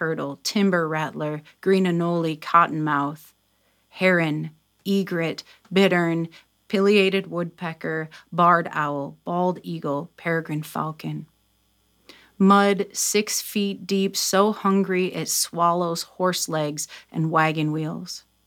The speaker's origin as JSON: {"language": "English", "town": "Toledo", "region": "Ohio", "country": "United States", "said": "I'm from Toledo, Ohio, where the Great Black Swamp was."}